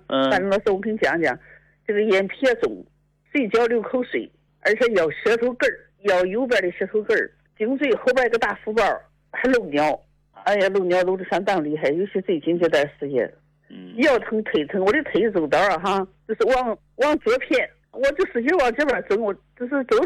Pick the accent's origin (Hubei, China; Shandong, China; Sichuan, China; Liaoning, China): Shandong, China; Yantai; 你好，大林老师，我是山东烟台的。